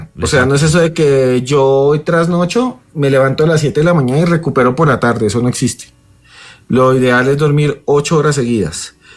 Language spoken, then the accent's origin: Spanish; Charalá, Santander, Colombia; Yo una vez en Charalá, Santander, pueblo de donde soy originaria, mi familia, en unas ferias